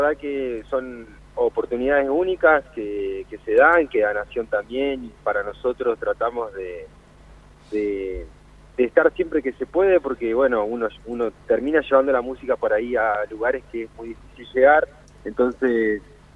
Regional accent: Aldea María Luisa, Entre Ríos, Argentina; Yo soy de Aldea María Luisa y tengo 26 años.

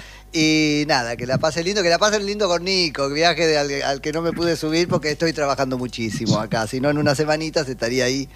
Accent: Argentina; Recordaste que somos argentinos.

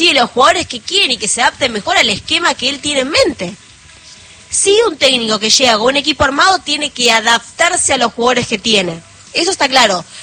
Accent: Recreo, Santa Fe, Argentina; Hola, gente nacional … de Recreo Santa Fe.

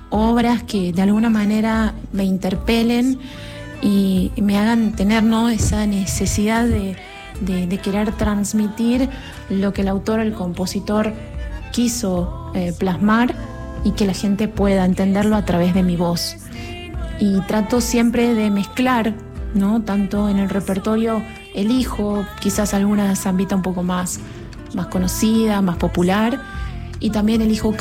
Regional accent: Tafí Viejo, Tucumán, Argentina; preferentemente del lugar al que pertenezco, ¿no?, de Tafí Viejo y de Tucumán. Tengo un amor muy grande por mi tierra

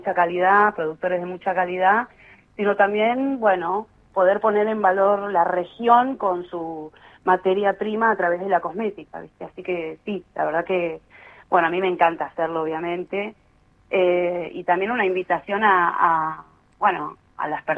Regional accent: El Cóndor, Río Negro, Argentina; para los que somos del Cóndor

